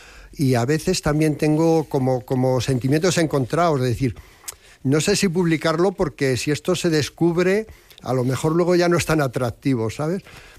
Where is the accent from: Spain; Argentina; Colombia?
Spain; Briviesca, Castile and León; me da mucha satisfacción cuando voy por mi pueblo, por Briviesca